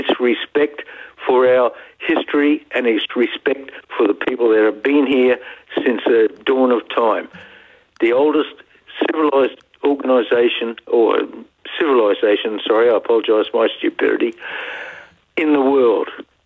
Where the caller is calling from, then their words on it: Australia; We're Australian. We're Australian Aboriginals because we're Aboriginal, because we were the first, and we're Australian because we were the first.